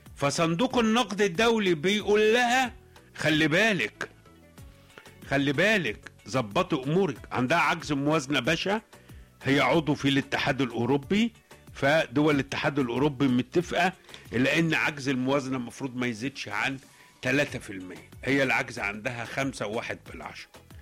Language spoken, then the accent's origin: Arabic; Egypt